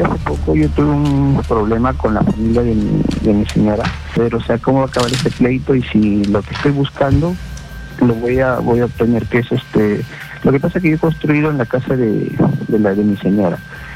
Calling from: Lima, Peru; de acá de Comas.

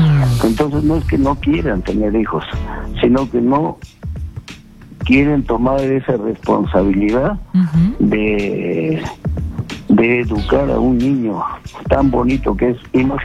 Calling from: Cajamarca, Peru; ellos viven en Lima, yo vivo en Cajamarca.

